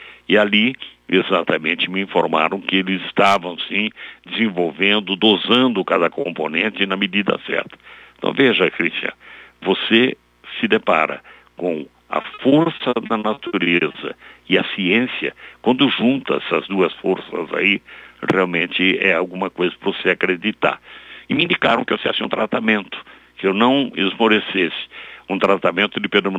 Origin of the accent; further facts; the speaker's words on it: São Paulo, Brazil; olha, minha senhora, eu sou de São Paulo, eu estou aqui, eu tenho um problema com meu filho